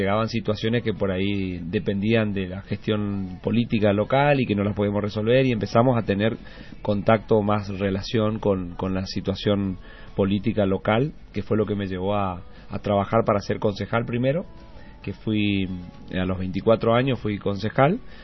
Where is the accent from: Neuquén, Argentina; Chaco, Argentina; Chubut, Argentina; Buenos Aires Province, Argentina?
Chaco, Argentina; Margarita Belén; born there; mi papá fue productor, en realidad rural, en la zona ahí de Costa Inés, que es una colonia donde nacimos, en Margarita Belén.